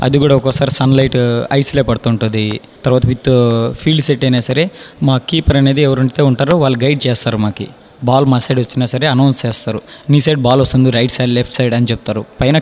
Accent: Gangapuram, Andhra Pradesh, India; moved away as an adult; also born or lived in Kadiri; now in Bengaluru, India; మా ఊరు వచ్చేసి కదిరి దగ్గర గంగాపురం అనే విలేజ్, సత్యసాయి డిస్టిక్.

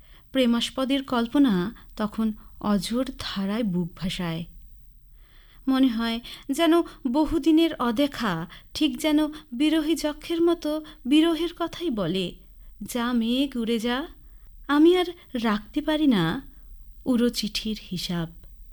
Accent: Jalpaiguri, West Bengal, India; আমার জন্ম কর্ম সব কিছুই, সব সূত্রেই আমি জলপাইগুড়ি। আমি জলপাইগুড়ি শহরে ছোট থেকেই বড় হয়েছি, আর উত্তরবঙ্গের এই ভূপ্রকৃতিতে আমি একেবারেই নিজেকে মানিয়ে নিয়েছি। আর পড়াশুনো থেকে শুরু করে আমার চাকরি জীবন গোটাটাই অঞ্চলভিত্তিক।

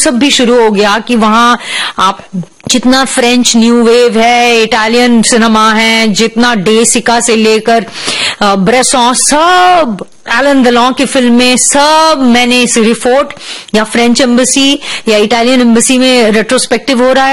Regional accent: Delhi, India; moved away; दिल्ली में उस माहौल में मैं पली बड़ी, जहाँ मंडी हाउस और जो विंटर्स

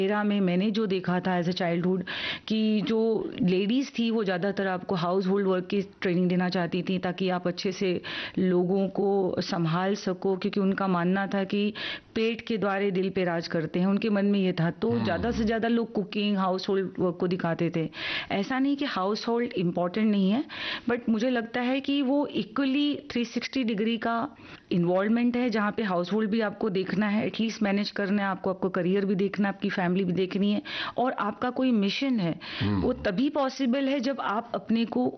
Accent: Uttar Pradesh, India; क्योंकि हम उत्तर प्रदेश से हैं

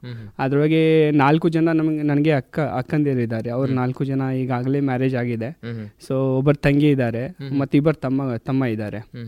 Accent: Narasalagi, Karnataka, India; moved away as an adult; also born or lived in Bagalkot; now in Vijayapura, India; ನನ್ನ ಶಿಕ್ಷಣ ಮುಗಿದಿರೋದು ಇಲ್ಲೇ ನಮ್ಮ ಊರಲ್ಲಿ ನರ್ಸಲ್ಗಿ ಗ್ರಾಮದಲ್ಲಿ. ಪ್ರಾಥಮಿಕ ಮತ್ತು ಪ್ರೌಢ ಶಿಕ್ಷಣ ಮುಗಿದಿದೆ ಅಲ್ಲಿ.

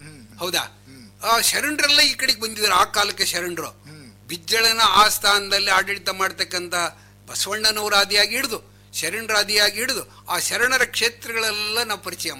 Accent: Kattige, Karnataka, India; moved away; ಹೊನ್ನಾಳಿ ತಾಲೂಕು ಕತ್ತಿಗೆ ಅಂತ

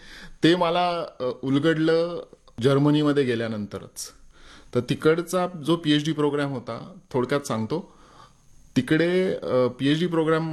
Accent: Pune, Maharashtra, India; born or raised there

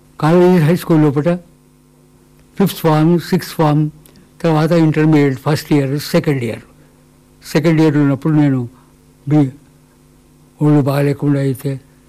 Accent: Madikonda, Telangana, India; ఈ విధంగా నా బాల్యం అక్కడ మడికొండలు కూడా నా బాల్యం

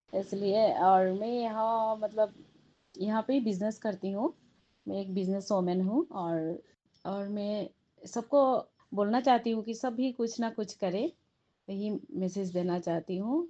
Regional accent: Haflong, Assam, India; मैं यहाँ पे मेरा जन्म हुआ है। मैं हाफलंग में पली बड़ी हूँ और मैंने हाफलंग गवर्नमेंट कॉलेज से ग्रेजुएशन किया है

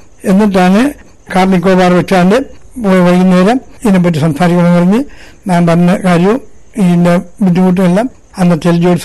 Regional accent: Kavaratti, Lakshadweep, India; ഞാൻ കവർച്ചി തന്നെ ജനിച്ച് കവർച്ചി തന്നെ വളർന്ന് പഠിച്ച

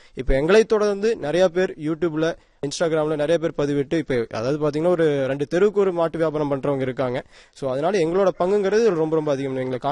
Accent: Mulanur, Tamil Nadu, India; ஆனால் நான் வந்து குழந்தையிலிருந்தே எங்கள் சொந்த ஊர் மூலனூர். ஆனால் நான் வந்து எங்கள் தாத்தா வீட்டில் தான் வளர்ந்தேன்.

